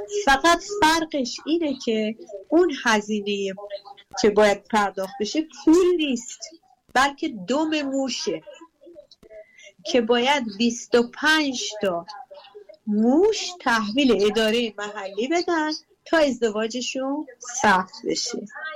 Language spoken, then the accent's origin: Persian; Mashhad, Razavi Khorasan, Iran; من مشهدیم.